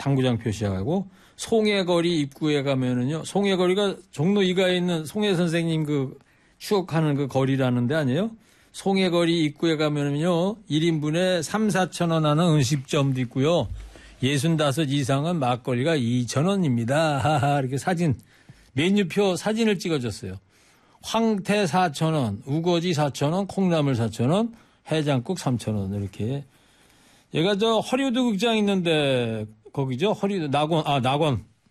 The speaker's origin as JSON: {"language": "Korean", "town": "Anseong", "region": "Gyeonggi Province", "country": "South Korea", "tie": "born or raised there", "said": "저는 뭐 어릴 때부터 이 그 동네에서 살았던 사람인데 우리 동네 크리켓을 하다니 야 충격이었어요. 물론 그분들이 없다면 안성의 지역 경제도 안 돌아가겠죠."}